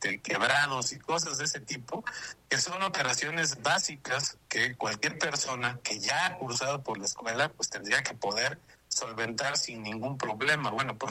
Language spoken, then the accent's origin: Spanish; Mexico